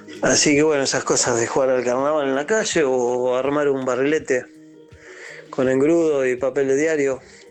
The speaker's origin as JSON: {"language": "Spanish", "town": "Francisco Álvarez", "region": "Buenos Aires Province", "country": "Argentina", "tie": "born or raised there", "said": "de Francisco Álvarez Moreno, zona de Quintas."}